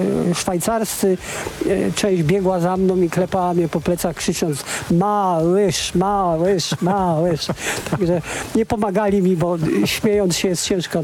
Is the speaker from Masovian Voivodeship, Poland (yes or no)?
no; Kraków, Lesser Poland, Poland; accent: Kraków; jak ja to mówię po krakowsku